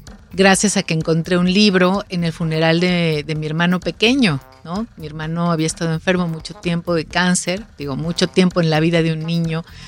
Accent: Cuernavaca, Morelos, Mexico; born or raised there

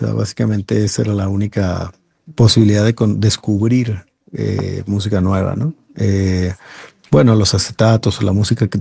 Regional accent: Guadalajara, Jalisco, Mexico; una radio universitaria en Guadalajara, que es de la ciudad de donde yo soy

